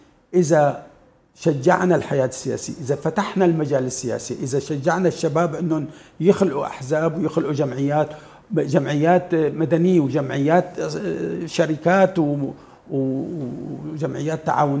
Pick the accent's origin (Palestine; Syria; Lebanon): Syria; نحن ما لنا كسوريين بقصد، ما لنا عايشين بالفراغ